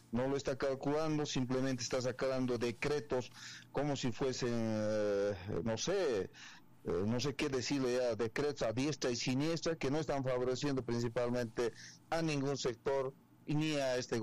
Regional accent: Potosí, Bolivia; han nevado ahí en Potosí, debe estar hermosa mi ciudad.

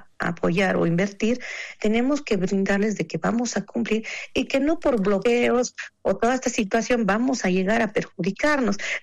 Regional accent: Bolivia

